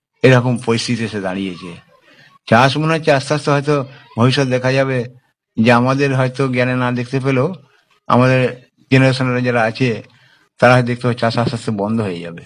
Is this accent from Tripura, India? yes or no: no; West Bengal, India; আমার বাড়ি হচ্ছে খামারপাড়া, আমি পোলবাদপুর ব্লকের বাসিন্দার, আমনান গ্রাম পঞ্চায়েতের।